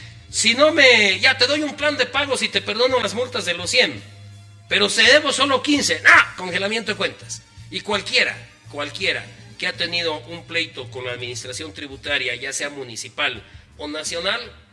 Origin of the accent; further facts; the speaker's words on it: La Paz, Bolivia; somos los paseños